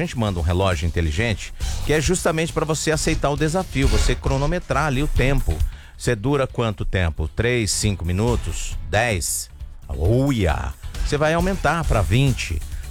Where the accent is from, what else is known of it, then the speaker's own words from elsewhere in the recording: Paraná, Brazil; Não, sou paranaense.